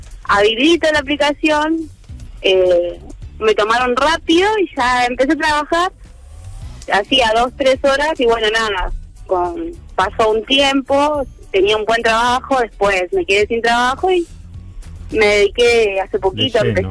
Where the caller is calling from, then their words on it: Moreno, Buenos Aires Province, Argentina; Soy de acá, de Moreno.